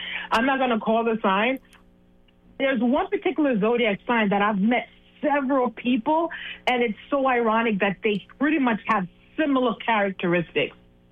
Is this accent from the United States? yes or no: no; Garfield, Jamaica; I am from Jamaica.